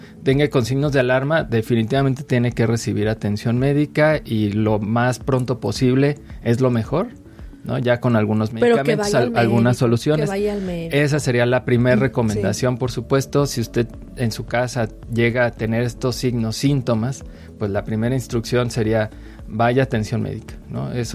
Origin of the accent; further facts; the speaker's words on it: Mexico; yo creo que como mexicanos, como latinos